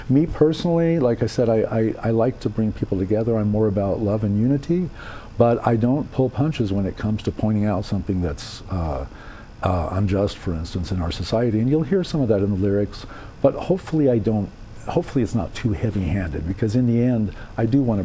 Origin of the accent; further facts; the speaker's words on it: El Paso, Texas, United States; also born or lived in Silver City, New Mexico / Denver / Los Angeles; now in Las Cruces, United States; I'm from El Paso, right down the road, originally.